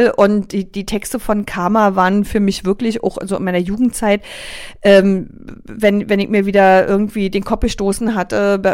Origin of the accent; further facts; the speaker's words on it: Berlin, Germany; accent: East Berlin dialect; Da wurde mir mein Ostberliner Dialekt zum Beispiel immer, du Berlinerst, oder hört man ja gleich, woher du kommst.